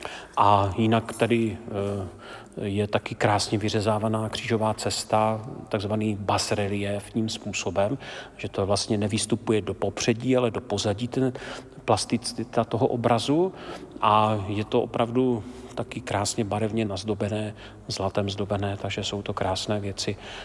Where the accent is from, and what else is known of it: Krnov, Moravian-Silesian Region, Czechia; born or raised there; now in Nový Bohumín, Czech Republic